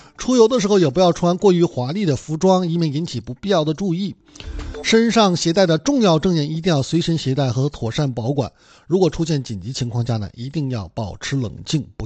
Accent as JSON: {"language": "Chinese", "region": "Hainan", "country": "China", "said": "咱们海南人"}